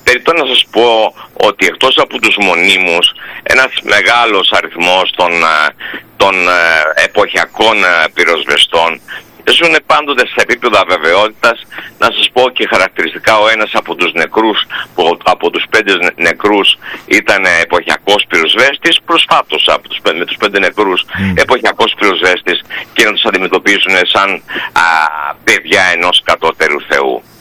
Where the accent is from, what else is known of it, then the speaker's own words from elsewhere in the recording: Corfu, Ionian Islands, Greece; εδώ το χωριό μου